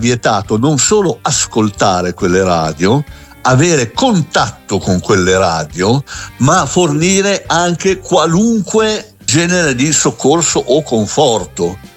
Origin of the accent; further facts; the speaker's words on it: England, United Kingdom; io sono inglese